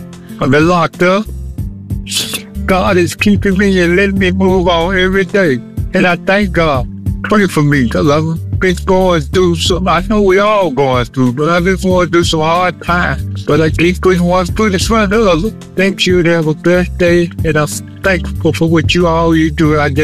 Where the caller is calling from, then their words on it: Kansas City, Missouri, United States; also born or lived in Arkansas; I'm calling from Kansas City, Missouri. Walt Baby Love, I'm getting ready to move back home to Arkansas